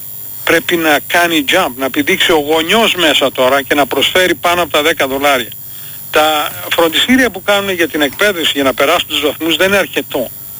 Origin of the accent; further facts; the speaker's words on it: Greece; moved away as an adult; now in New Jersey, United States; εγώ το μεγάλωσα στην Ελλάδα, ήρθε 25 χρονών εδώ, ακούω την Ελλάδα κάθε μέρα